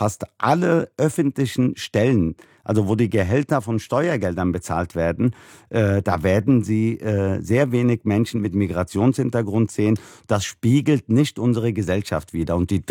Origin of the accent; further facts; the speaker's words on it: Germany; egal wo ich auf der Welt bin, wenn ich gefragt werde, wo ich herkomme, sage ich immer, ich bin Deutscher. Nur hier in Deutschland ist das, ja, nur hier kann ich das nicht so ganz machen.